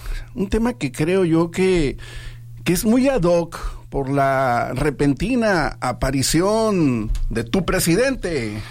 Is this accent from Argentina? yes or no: no; Mexico; Para mí como mexicano, una vergüenza.